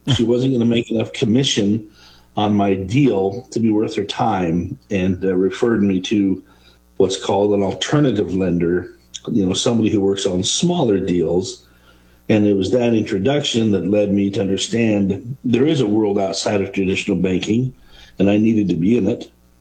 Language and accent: English; Seattle, Washington, United States; I grew up in the Seattle area